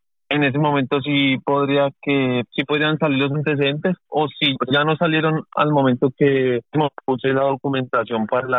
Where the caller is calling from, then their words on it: Madrid, Community of Madrid, Spain; de Madrid.